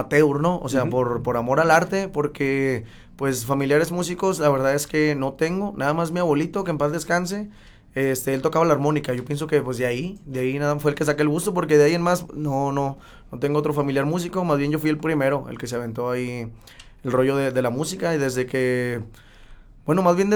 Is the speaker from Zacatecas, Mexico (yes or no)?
yes; Fresnillo, Zacatecas, Mexico; Yo soy originario del Tepetatillo, Fresnillo, Zacatecas, una comunidad, un rancho